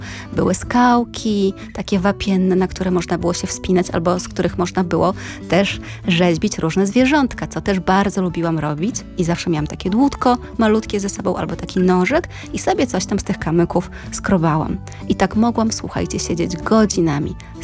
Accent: Janowiec, Lublin Voivodeship, Poland; now in Warsaw, Poland; w mojej rodzinnej miejscowości, czyli tam, gdzie się wychowałam, to jest Janowiec nad Wisłą w województwie lubelskim.

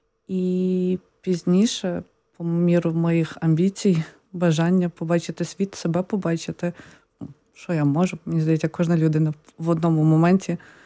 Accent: Lviv Oblast, Ukraine; Я, може, більше розуміла, бо я сама з Львівської області, тобто Західної України, і ми трохи наслухані польської мови.

